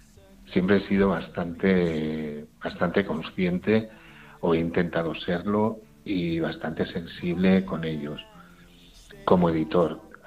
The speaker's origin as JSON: {"language": "Spanish", "town": "Priego de Córdoba", "region": "Andalusia", "country": "Spain", "tie": "born or raised there", "said": "El 22 de octubre voy a mi pueblo, voy a Priego de Córdoba."}